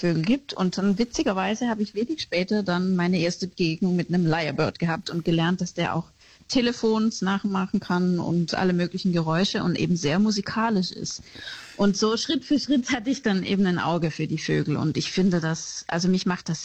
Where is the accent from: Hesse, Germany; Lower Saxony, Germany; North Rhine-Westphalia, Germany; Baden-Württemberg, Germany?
Baden-Württemberg, Germany; Schwäbisch Gmünd; für mich natürlich als Deutsche